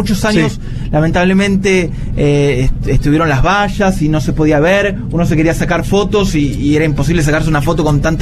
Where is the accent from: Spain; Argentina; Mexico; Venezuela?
Argentina; Rosario, Santa Fe; Nosotros, porque somos de Rosario